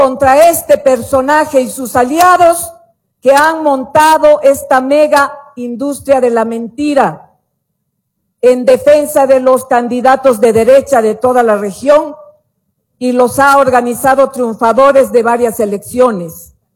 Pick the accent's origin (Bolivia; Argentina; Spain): Bolivia; Hoy Cerimedo está detenido en Bolivia, en mi país.